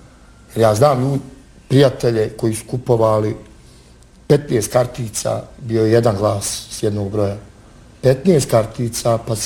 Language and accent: Bosnian; Bosnia & Herzegovina; bio sam samo ja kao Bosanac